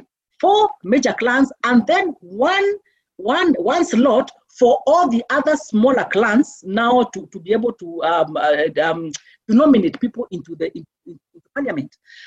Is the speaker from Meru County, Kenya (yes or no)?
yes; Meru, Meru County, Kenya; moved away; where I grew up in Meru, that I grew up in the family that I grew up, but in the midst of very severe poverty.